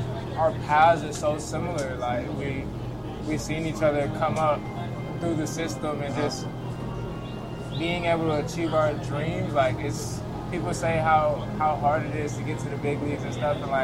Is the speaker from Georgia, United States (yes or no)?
yes; Gwinnett County, Georgia, United States; I grew up in Gwinnett County. It's like 45 minutes outside of Atlanta.